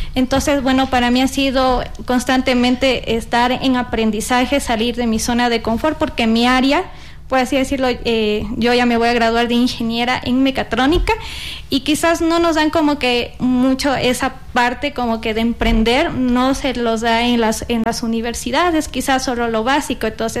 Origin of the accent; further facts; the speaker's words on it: Ecuador; como ecuatorianos tenemos mucho talento